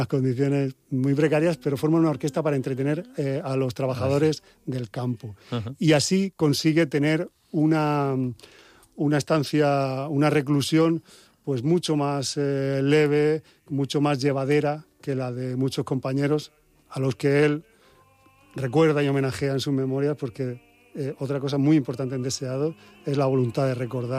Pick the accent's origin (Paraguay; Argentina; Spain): Spain; Alicante, Valencian Community; Yo soy alicantino.